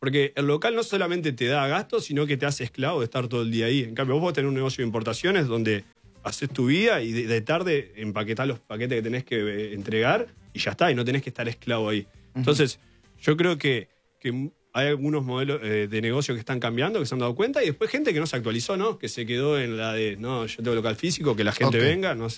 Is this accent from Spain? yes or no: no; Uruguay; now in Dubai, United Arab Emirates; Yo soy uruguayo.